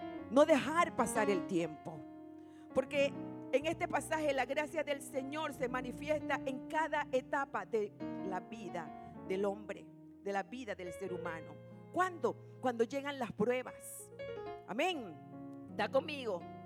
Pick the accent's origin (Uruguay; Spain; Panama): Panama; nosotros nos dolemos que no somos venezolanos, que somos panameños